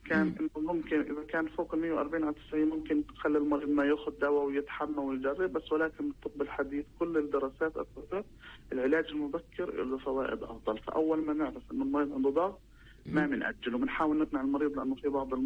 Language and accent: Arabic; Palestine; احنا عندنا في فلسطين